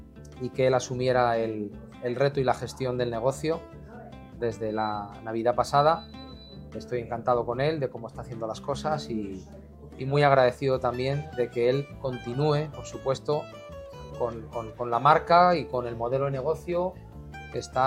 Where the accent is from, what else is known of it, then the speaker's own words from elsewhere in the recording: Castile and León, Spain; Y al final soy del interior, soy de Castilla